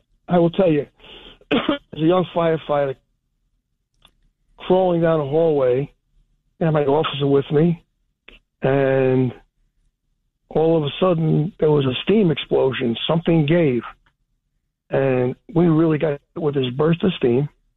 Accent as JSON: {"language": "English", "town": "New York City", "region": "New York", "country": "United States", "tie": "born there", "lives_now": "Staten Island, United States", "said": "I was born in Brooklyn."}